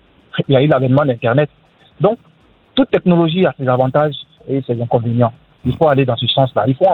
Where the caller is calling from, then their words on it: Abidjan, Côte d’Ivoire; De Koumassi.